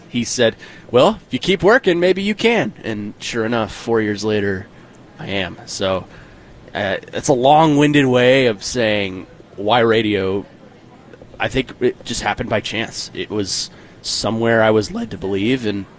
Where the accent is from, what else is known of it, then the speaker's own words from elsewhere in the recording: Nashville, Tennessee, United States; growing up in Nashville